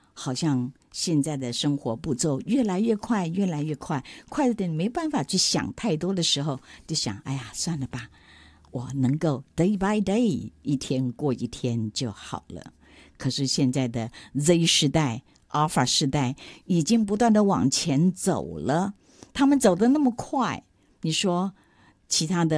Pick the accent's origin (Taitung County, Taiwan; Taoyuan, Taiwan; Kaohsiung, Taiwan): Taoyuan, Taiwan; Daxi; moved away; also born or lived in Taipei; 我们是桃园人嘛，桃园大溪人